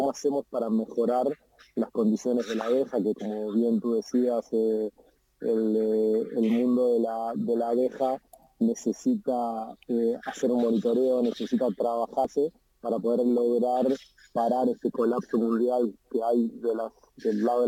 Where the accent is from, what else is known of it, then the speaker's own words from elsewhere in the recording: Uruguay; now in Israel; como uruguayo trabajando por el mundo.